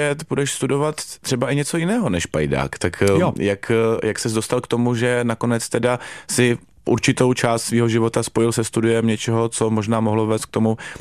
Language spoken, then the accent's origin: Czech; Ostrava, Moravian-Silesian Region, Czechia; Jsem z Ostravy a moje maminka právě jako vždycky tomu tak říkala pajdák